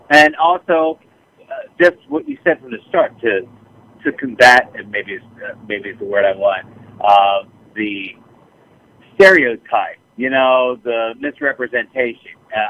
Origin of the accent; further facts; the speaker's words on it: New Jersey, United States; I mentioned that I'm from New Jersey